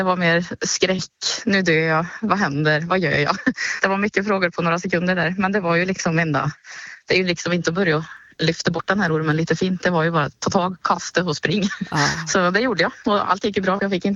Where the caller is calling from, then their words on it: Årjäng, Värmland, Sweden; här hemma i Årjäng, eller mellan Årjäng och Töcksfors